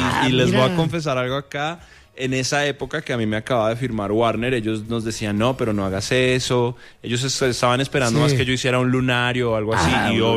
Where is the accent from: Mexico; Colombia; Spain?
Colombia; un poco en shock por lo que está pasando en mi país.